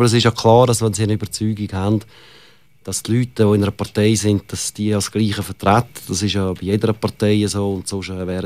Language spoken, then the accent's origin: German; Switzerland; Oh, wir sind auch ein Schweizer.